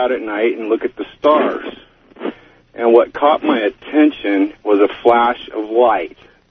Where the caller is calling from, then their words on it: California, United States; I'm calling from Northern California.